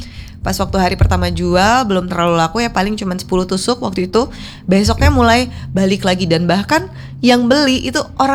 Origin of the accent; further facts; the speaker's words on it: Palembang, South Sumatra, Indonesia; now in Bandung, Indonesia; Aku orang Palembang.